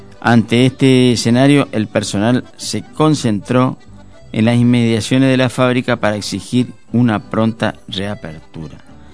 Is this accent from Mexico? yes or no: no; Argentina; muchísimos somos los argentinos